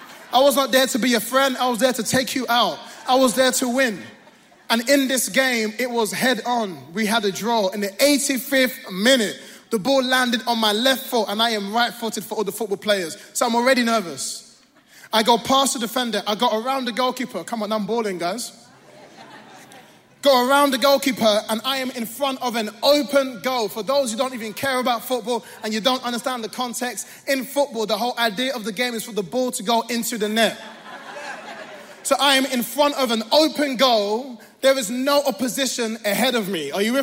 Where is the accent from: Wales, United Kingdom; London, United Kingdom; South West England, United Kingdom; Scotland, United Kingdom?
London, United Kingdom; being a Londoner